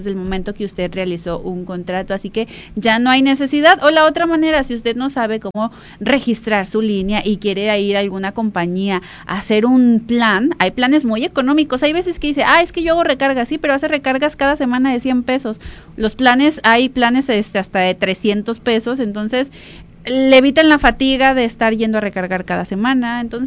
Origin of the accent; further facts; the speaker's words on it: Mexico; ¿por qué nos tienen catalogados así a los mexicanos?